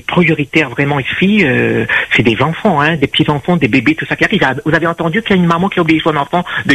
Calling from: Montpellier, Occitanie, France; Moi-même, j'habite à Montpellier, dans le sud de la France. Il y a la mer, il y a tout autour de moi.

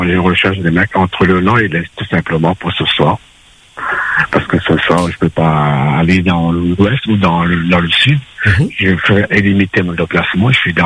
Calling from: east, Réunion; je suis de l'Est et je vais passer notre rencontre ce soir. De préférence, je recherche un mec pour ce soir. Ce soir ou demain soir, voilà, moi je suis dans l'Est.

